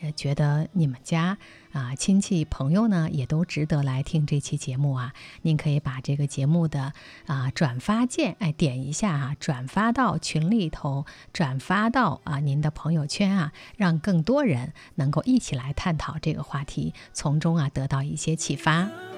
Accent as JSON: {"language": "Chinese", "country": "China"}